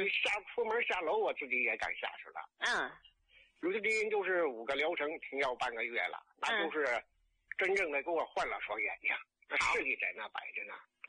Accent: Tianjin, China; 哎，林老师，我是天津的老患者。

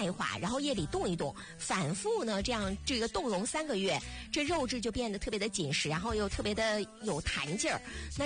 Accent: Yanbian, Jilin, China; 对于咱们延边人来说呢

